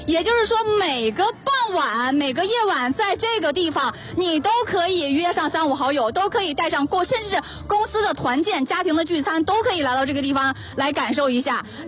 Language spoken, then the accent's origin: Chinese; Xuzhou, Jiangsu, China; 我们徐州人